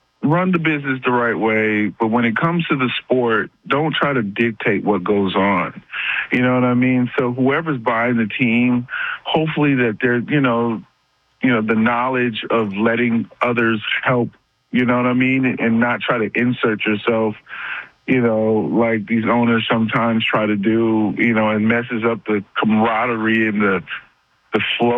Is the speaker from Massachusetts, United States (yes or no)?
yes; Boston, Massachusetts, United States